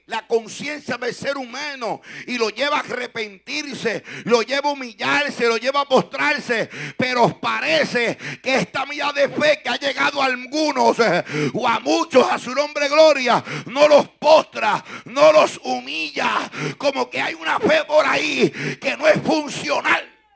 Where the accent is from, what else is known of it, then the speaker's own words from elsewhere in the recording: Puerto Rico; Es un dicho que dice en mi país Puerto Rico.